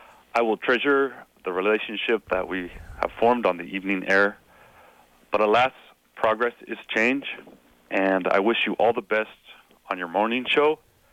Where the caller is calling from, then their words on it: Japan; I'm calling from Japan.